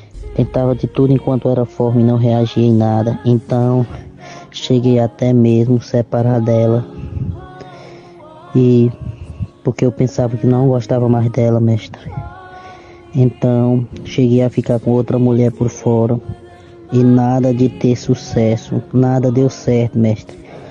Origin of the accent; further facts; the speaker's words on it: Balsas, Maranhão, Brazil; Eu sou aqui da cidade de Balsas e estou aqui passando para agradecer o Senhor.